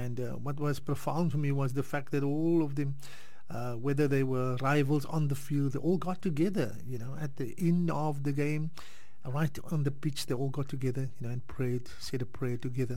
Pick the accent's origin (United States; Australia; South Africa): South Africa; I'm a South African, mind you.